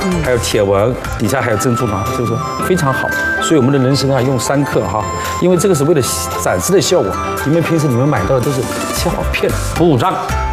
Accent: Jilin, China; 我来自于这个长白山哈，长白山脚下这个工作了三十年

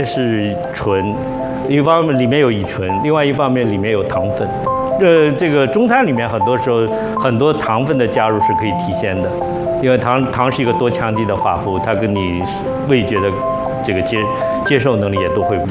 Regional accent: southern China, China; moved away as an adult; now in Beijing, China; 因为我是从南方来的，从一个渔村来的，所以海鱼它是腥味是很少的。但是呢，到了北京买河鱼的时候，通常有土腥味

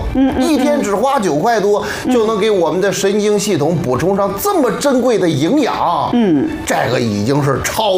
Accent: Xuzhou, Jiangsu, China; 大家好，

